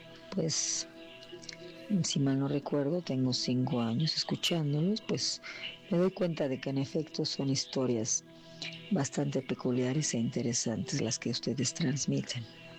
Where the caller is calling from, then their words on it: Ciudad Nezahualcóyotl, State of Mexico, Mexico; desde Ciudad Nezahualcóyotl.